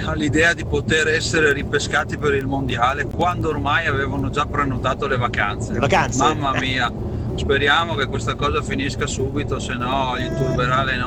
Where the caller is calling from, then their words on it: Pordenone, Friuli-Venezia Giulia, Italy; da Pordenone.